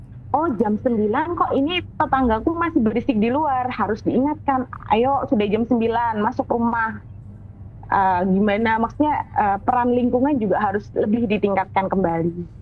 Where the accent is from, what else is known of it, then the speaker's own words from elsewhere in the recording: Wonogiri, Central Java, Indonesia; saya juga orang Wonogiri